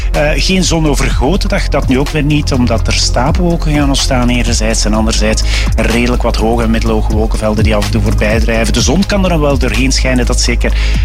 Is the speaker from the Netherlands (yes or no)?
no; Ghent, East Flanders, Belgium; Ik ben alleen maar van Gent, hè? Gent.